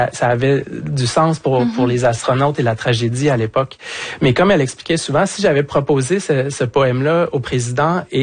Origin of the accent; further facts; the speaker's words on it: Quebec, Canada; Tu sais, pour revenir plus près de chez nous, au Québec, le premier référendum, René Lévesque, il a terminé avec la chanson